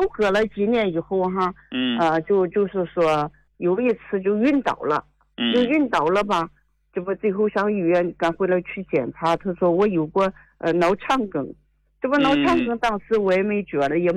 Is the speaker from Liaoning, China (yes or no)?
no; Yantai, Shandong, China; 我是烟台的。